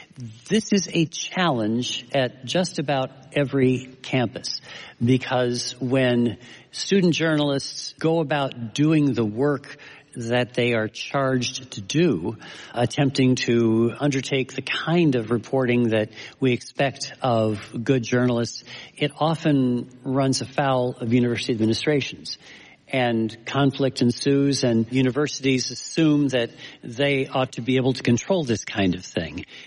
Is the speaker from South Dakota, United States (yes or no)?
yes; Rapid City, South Dakota, United States; my hometown of Rapid City, South Dakota.